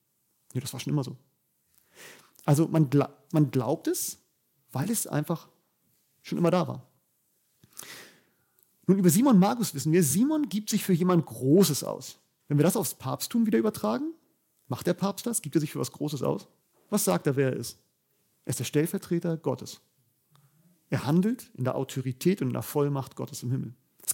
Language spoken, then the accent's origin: German; Bavaria, Germany; In dem Dorf, wo ich gerade wohne, ich komme aus Bayern, da sind immer diese Prozessionen